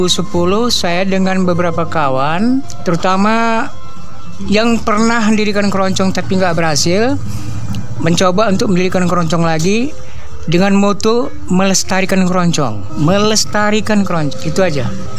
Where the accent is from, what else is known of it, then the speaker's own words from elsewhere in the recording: Sumatra, Indonesia; born there; karena kami ini orang Jawa, ya putra Jawa kelahiran Sumatera.